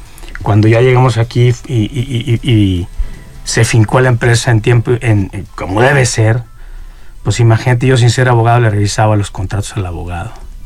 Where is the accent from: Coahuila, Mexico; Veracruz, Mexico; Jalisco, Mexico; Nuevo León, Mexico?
Nuevo León, Mexico; Monterrey; moved away; also born or lived in Mexico City; de estos 26 años que me salí de Monterrey, porque primero me fui a Ciudad de México. En primera instancia era una lucha interna conmigo en tratar de encontrar las palabras adecuadas para convencer a mis papás de que ya no iba a regresar a Monterrey.